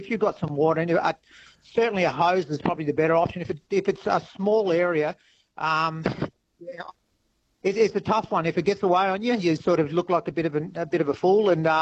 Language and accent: English; Northern Territory, Australia; Look, I grew up in the Territory, and it's uniquely Territorian